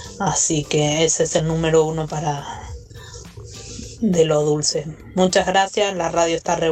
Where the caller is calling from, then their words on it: Tatacuá, Corrientes, Argentina; Radio Latina, siempre lo escucho desde acá, de Corrientes, Tatacuá